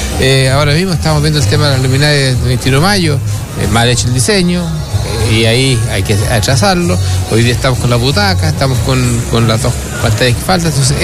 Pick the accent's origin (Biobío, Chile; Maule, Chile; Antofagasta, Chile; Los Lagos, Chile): Maule, Chile; Curicó; los curicanos merecemos